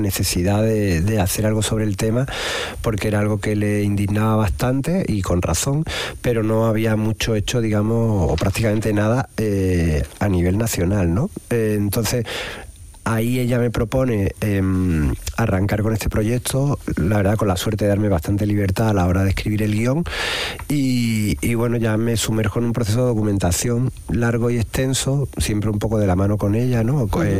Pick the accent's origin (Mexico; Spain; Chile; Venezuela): Spain; Seville, Andalusia; now in Madrid, Spain; Yo soy de Sevilla, nacido en Triana, vivo gran parte del año en Madrid por cuestiones de trabajo, porque también doy clases allí